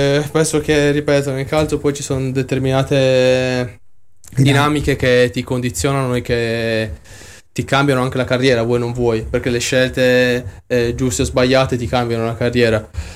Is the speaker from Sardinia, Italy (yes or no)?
yes; Sardinia, Italy; moved away as an adult; sono un sardo atipico. Ed è vero, mi ci rivedo, perché come ho detto, quando sono uscito a Cagliari volevo subito fare un'esperienza fuori